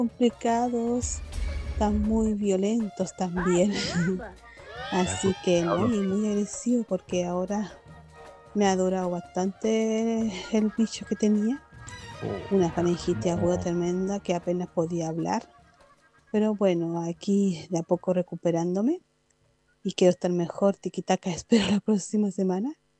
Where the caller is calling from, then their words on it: Santa Julia, Chile; de Santa Julia.